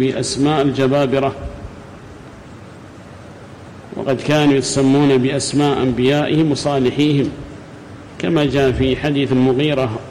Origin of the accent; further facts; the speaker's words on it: Yemen